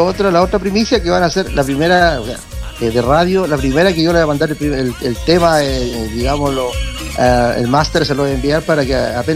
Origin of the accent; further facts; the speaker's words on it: Alto del Carmen, Atacama, Chile; now in Elqui Valley, Chile; yo estoy radicado acá en Valle del Elqui, pero la verdad, las cosas, para los que no saben, soy del interior de Vallenar, en el Alto del Carmen.